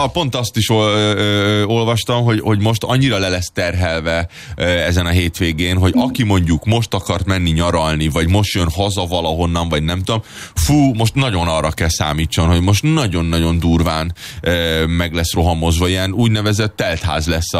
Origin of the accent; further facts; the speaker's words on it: Hungary; ha lenne magyar csapat, én is kimennék, mint magyar